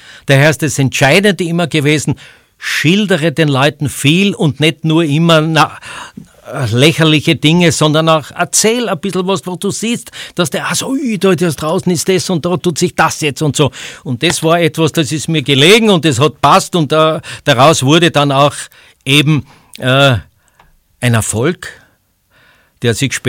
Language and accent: German; Styria, Austria